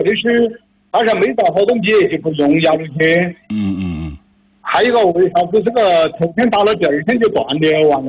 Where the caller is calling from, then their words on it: Shizhong District, Sichuan, China; 市中区石家镇。